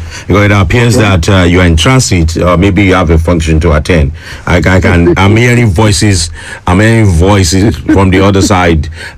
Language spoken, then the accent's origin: English; Nigeria; as a Nigerian